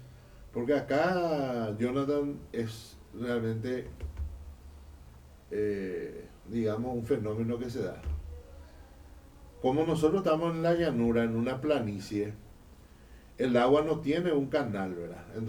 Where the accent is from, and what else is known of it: Paraguay